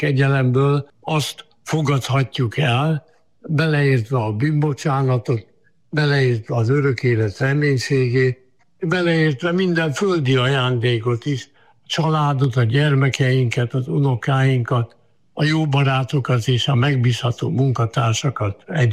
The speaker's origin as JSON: {"language": "Hungarian", "town": "Lébény", "region": "Győr-Moson-Sopron", "country": "Hungary", "tie": "born or raised there", "also_born_or_lived": "Miskolc", "moved": "as an adult", "said": "én lébényi születésű vagyok Győr megyében."}